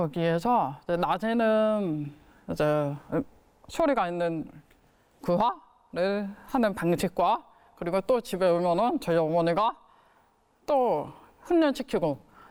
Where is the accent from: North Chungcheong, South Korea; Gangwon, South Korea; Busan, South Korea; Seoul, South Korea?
Gangwon, South Korea; 강원도 고향에서부터 서울까지 왔다 갔다 하면서